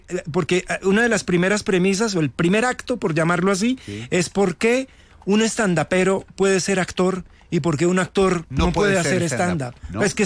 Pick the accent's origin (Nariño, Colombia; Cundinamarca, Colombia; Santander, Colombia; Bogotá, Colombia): Santander, Colombia; San Gil; born there; me trepé por primera vez a un escenario, 5 añitos, sí, colegio cooperativo en San Gil, hablo de San Gil.